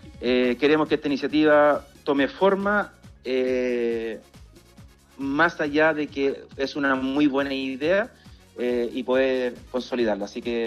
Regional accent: San Vicente de Tagua Tagua, O'Higgins, Chile; Así es, somos un grupo de San Vicentanos.

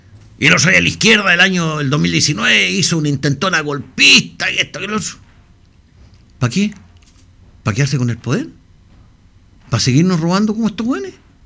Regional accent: Chile

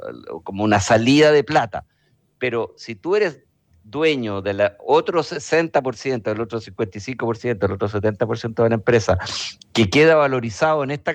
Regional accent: Chile; nosotros como chilenos

